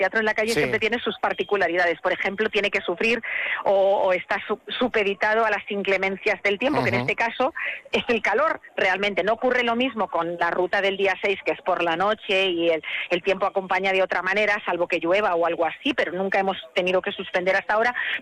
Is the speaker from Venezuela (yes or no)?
no; Castilla-La Mancha, Spain; porque nos hayan recibido en la que es nuestra casa, porque somos castellano-manchegos